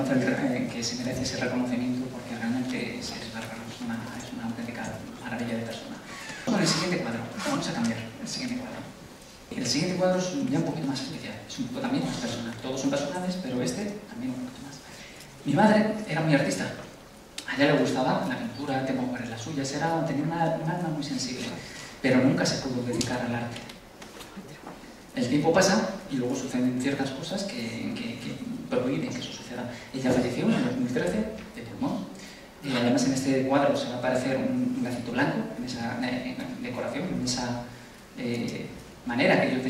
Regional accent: Aluche, Community of Madrid, Spain; Porque yo soy de Aluche, ¿cómo me matéis? Pero soy de Aluche.

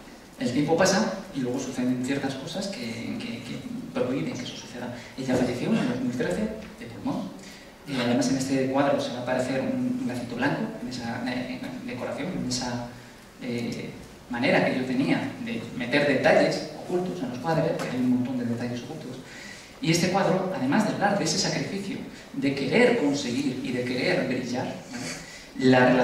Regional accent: Madrid, Community of Madrid, Spain; Porque yo soy de Aluche, no me matéis, pero soy.

